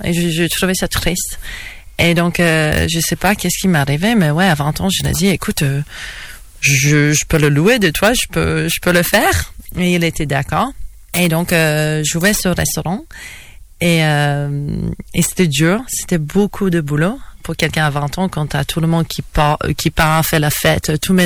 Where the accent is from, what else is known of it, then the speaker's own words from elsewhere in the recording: Australia; French is a second language; moved away as an adult; Je suis moitié polonaise. Donc en fait, ma mère elle est polonaise et j'avais toujours envie. Je suis née en Australie, j'ai grandi en Australie, mais j'étais dans cette culture polonaise et donc j'avais toujours envie de partir de l'Australie et de voir l'autre moitié de moi. Donc je suis partie quand j'avais 18 ans